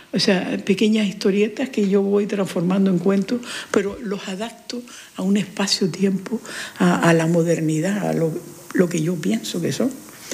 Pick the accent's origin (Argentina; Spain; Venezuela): Spain; Canary Islands; Pues yo digo lo mismo. Ay, que soy majorero.